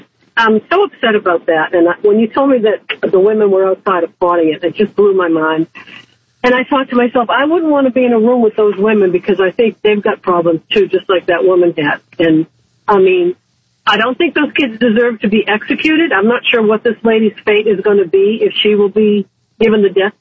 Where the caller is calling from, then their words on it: Massachusetts, United States; I'm from Massachusetts.